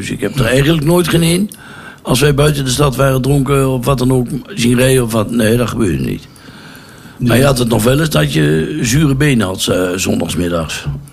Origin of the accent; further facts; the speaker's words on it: Kampen, Overijssel, Netherlands; Ja, ik ben hier geboren, getogen en ik zal hier ook ooit sterven.